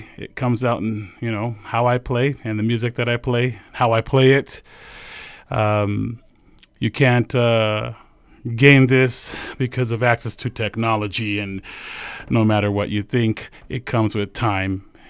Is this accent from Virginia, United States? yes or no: no; San Jose, California, United States; moved away; I come from the Bay, the South Bay, that's San Jose. So it's the 208 to the 408 and the 408 to the 208.